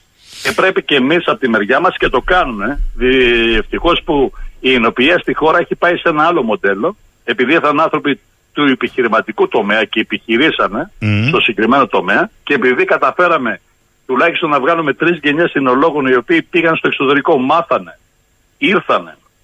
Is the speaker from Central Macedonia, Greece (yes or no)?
no; Thessaly, Greece